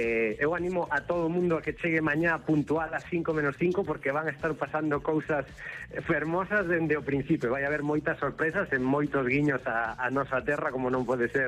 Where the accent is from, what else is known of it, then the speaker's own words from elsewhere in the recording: Galicia, Spain; Pois a verdade que é algo que ao final que me, como galego, que me chea de orgullo